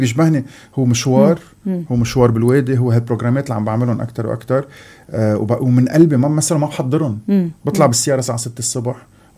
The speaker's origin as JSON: {"language": "Arabic", "town": "Beirut", "region": "Beirut Governorate", "country": "Lebanon", "said": "الناس بيسالني انت من اي ضيعة، بقول لهم انا مني من ضيعة، انا من بيروت، بس بحب الضيعة اكثر من الناس."}